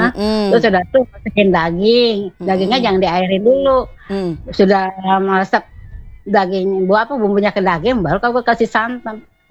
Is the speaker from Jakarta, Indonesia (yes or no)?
yes; Jakarta, Indonesia; born there; Aku tahun 70 di Jakarta Barat.